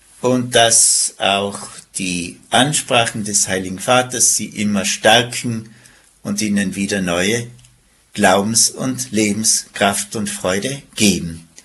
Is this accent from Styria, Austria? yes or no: no; Tyrol, Austria; Als Tiroler